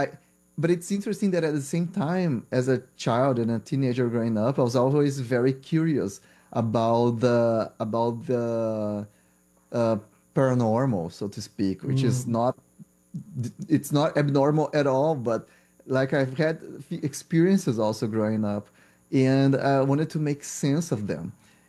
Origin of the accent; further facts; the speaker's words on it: Brazil; English is a second language; growing up in Brazil in the 90s